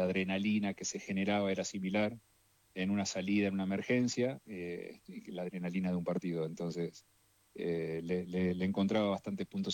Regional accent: Tandil, Buenos Aires Province, Argentina; yo soy de Tandil. Sí. Tandil como ciudad tiene los bomberos de policía

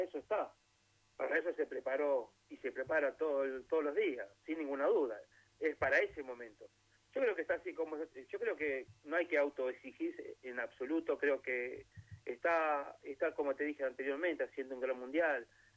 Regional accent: Argentina

